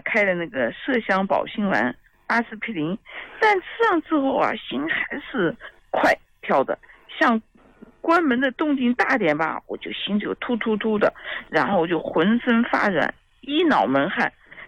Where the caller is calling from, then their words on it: Nanjing, Jiangsu, China; 李老师，我是南京的。